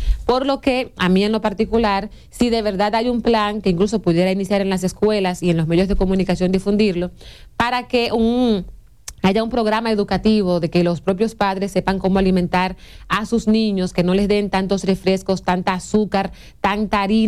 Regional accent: Dominican Republic; nosotros como dominicanos sabemos comer, mas no alimentarnos

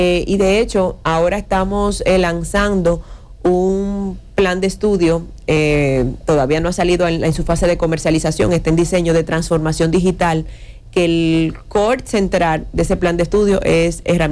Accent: Dominican Republic

